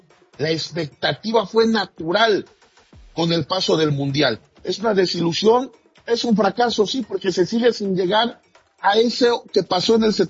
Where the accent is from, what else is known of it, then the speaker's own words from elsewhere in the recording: Mexico; Así somos los mexicanos.